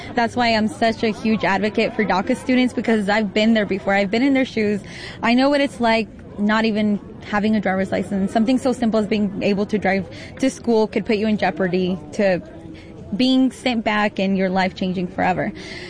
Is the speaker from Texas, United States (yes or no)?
no; Liberal, Kansas, United States; also born or lived in Juárez, Mexico; I was born in Juarez. I was brought as a baby when I was 2 years old to Liberal, Kansas. So I actually was undocumented for a very long time until I was able to finally gain legalization.